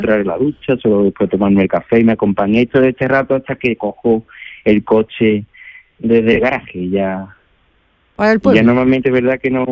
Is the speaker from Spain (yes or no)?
yes; Seville, Andalusia, Spain; como soy de Sevilla, pues de la provincia.